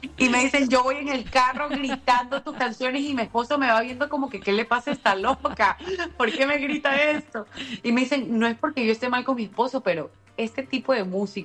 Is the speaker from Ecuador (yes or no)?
yes; Ecuador; a mí me gusta poder demostrar que como ecuatorianos hay mucho que dar